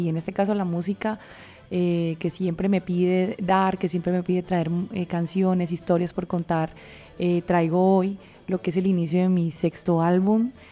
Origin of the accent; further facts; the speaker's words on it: Santander, Colombia; moved away; Aquí como buena santandereana, les traigo noticias bonitas